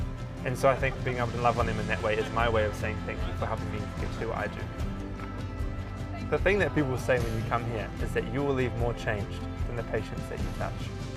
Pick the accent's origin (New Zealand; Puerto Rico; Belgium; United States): New Zealand; I am the Ward Nurse Reconstructive Plastics Team Leader and I'm from New Zealand.